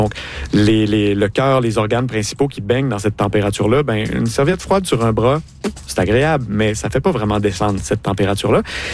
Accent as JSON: {"language": "French", "region": "Quebec", "country": "Canada", "said": "Je vous traduis ça un peu à la gaspésienne, là, car je suis gaspésien"}